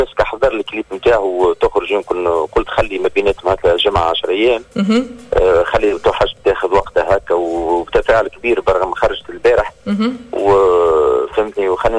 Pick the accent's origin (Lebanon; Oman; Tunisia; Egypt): Tunisia; أنا تونسي